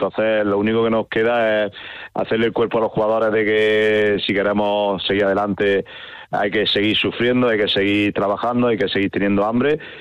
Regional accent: Jaén, Andalusia, Spain; y yo que soy de Jaén, pues muchísimo más.

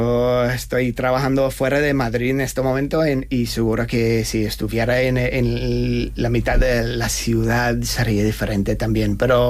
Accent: Australia; Spanish is a second language; now in Spain; Hablan de mi pueblo, sí. Y en las vacaciones me voy a mi pueblo y es que, como tu pueblo, ¿qué? No, en Australia. Bueno, sí, yo soy.

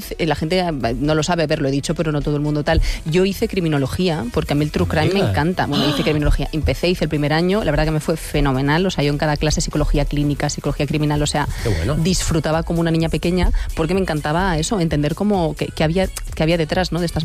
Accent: Barcelona, Catalonia, Spain; soy de Barcelona, ya lo sabes

